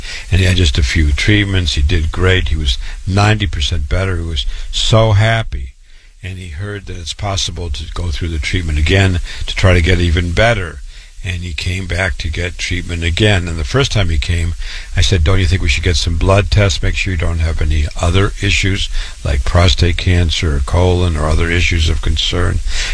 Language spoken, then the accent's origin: English; Waterloo, Iowa, United States; born or raised there